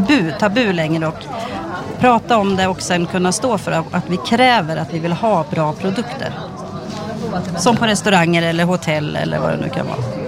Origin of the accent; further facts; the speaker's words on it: Katrineholm, Södermanland, Sweden; Vi har precis öppnat upp en gårdsbutik i Sörmland i Katrineholm där jag kommer ifrån.